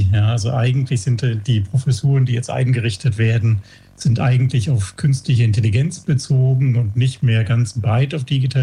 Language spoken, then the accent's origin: German; Berlin, Germany; born or raised there; moved away as an adult; also born or lived in Hamburg; now in Ingolstadt, Germany